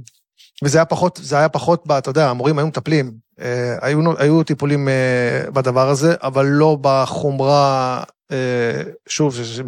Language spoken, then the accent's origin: Hebrew; Tel Aviv, Tel Aviv District, Israel; אני גדלתי בדרום תל אביב.